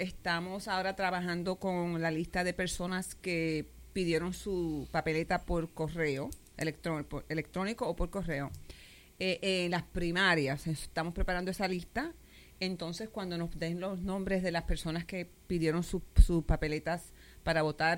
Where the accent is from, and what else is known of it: St. Croix, U.S. Virgin Islands